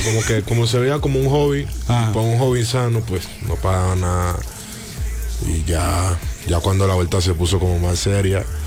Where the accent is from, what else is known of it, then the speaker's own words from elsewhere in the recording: Colombia; Cuna colombianísima.